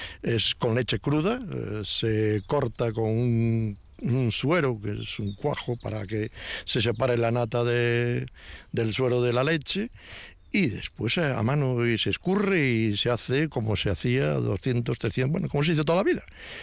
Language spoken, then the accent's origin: Spanish; Friol, Galicia, Spain; somos de Friol y defendemos tierra.